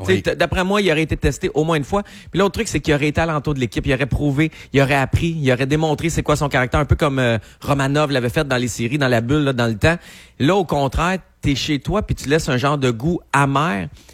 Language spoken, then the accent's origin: French; Gatineau, Quebec, Canada; Moi, je suis de Gatineau, mais j'ai le goût de prendre pour le Canadien.